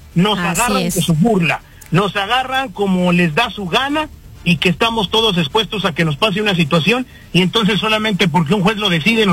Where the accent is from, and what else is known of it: Mexico